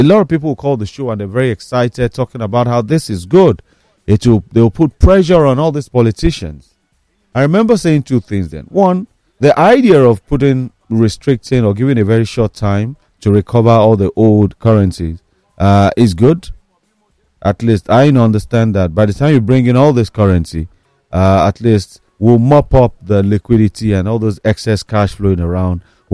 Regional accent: Nigeria

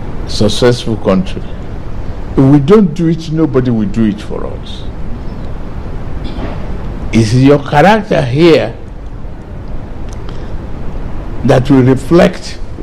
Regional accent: Nigeria

